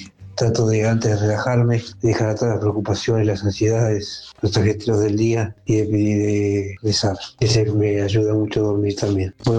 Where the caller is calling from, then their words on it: Buenos Aires, Argentina; de Caballito.